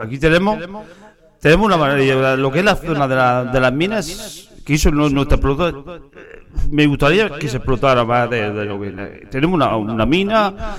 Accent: Region of Murcia, Spain; born there; moved away as an adult; yo no nací aquí, yo nací en Puria.

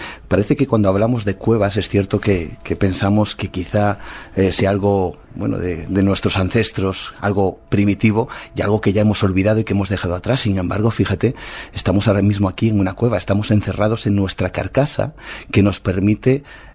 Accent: Cantabria, Spain; born there; also born or lived in Germany; Soy cántabro. Mi madre es de Córdoba, mi padre es de Cantabria. Yo nací en Alemania por circunstancias azares no míos, sino de mis padres, evidentemente. Mm. Y nací allí. Estuve allí unos cuantos años y luego ya nos venimos para Cantabria.

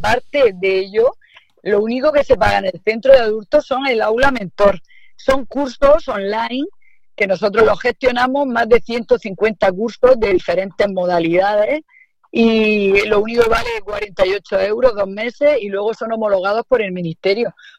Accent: Librilla, Region of Murcia, Spain; Librilla es mi pueblo de nacimiento.

